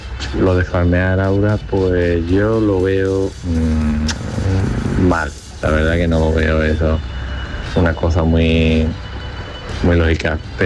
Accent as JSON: {"language": "Spanish", "town": "Málaga", "region": "Andalusia", "country": "Spain", "said": "Hola, buenos días … de Málaga."}